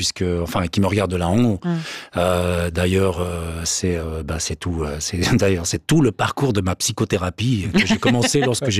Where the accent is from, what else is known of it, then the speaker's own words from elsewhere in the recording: Fribourg, Switzerland; born there; Je suis né à Fribourg.